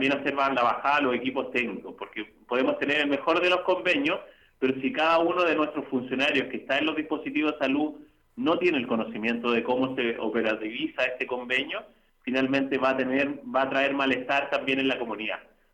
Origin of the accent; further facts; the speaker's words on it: Machalí, O'Higgins, Chile; moved away as an adult; soy de Machalí